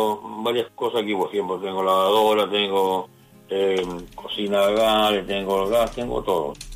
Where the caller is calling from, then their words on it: Copiapó, Atacama, Chile; de Copiapó.